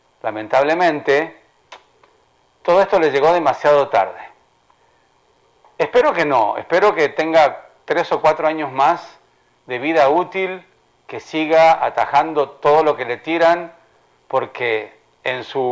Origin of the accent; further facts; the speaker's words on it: Uruguay; born there; a ver a Uruguay, que es donde yo nací